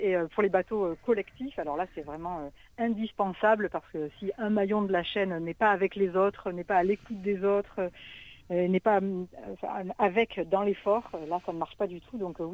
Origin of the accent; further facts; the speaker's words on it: Provence-Alpes-Côte d'Azur, France; also born or lived in Marseille; Oui, enfin, moi je suis née au Peigne-Mirabeau, mais après j'ai fait mes études à Marseille, à Lumigny, en STAPS.